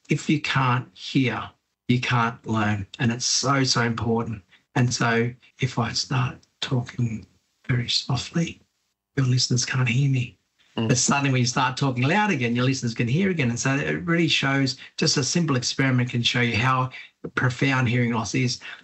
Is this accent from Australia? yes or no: yes; Australia; born or raised there